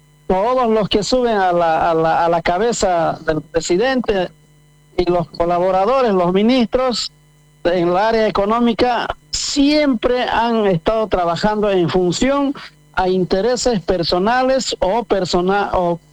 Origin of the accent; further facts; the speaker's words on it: Bolivia; todos somos bolivianos, bolivianas